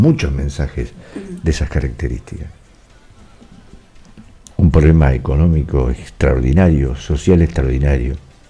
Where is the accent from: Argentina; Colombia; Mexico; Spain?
Argentina